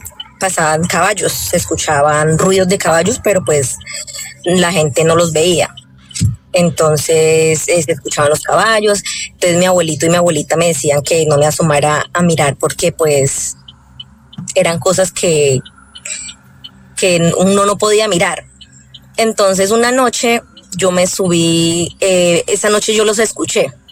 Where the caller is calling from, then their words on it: Espinal, Tolima, Colombia; Yo soy del Tolima, especialmente Espinal.